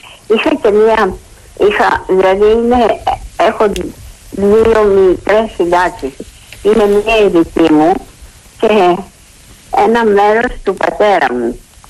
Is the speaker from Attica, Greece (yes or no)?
yes; Athens, Attica, Greece; born there; now in Piraeus, Greece